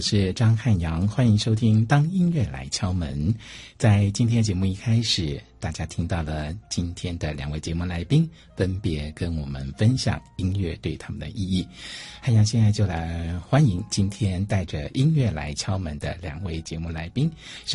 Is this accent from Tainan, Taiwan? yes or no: yes; Tainan, Taiwan; 好，来先请我台南的乡亲王奕涵。我们都是台南人对不对？